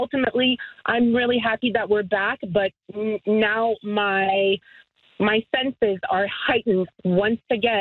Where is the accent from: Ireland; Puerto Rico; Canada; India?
Canada; in the environment of being in the United States as a Canadian, and my family being there as well.